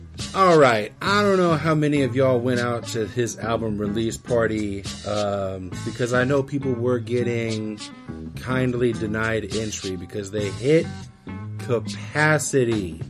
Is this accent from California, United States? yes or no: yes; Humboldt County, California, United States; growing up in Humboldt County, as a hip-hop head and someone who loves the culture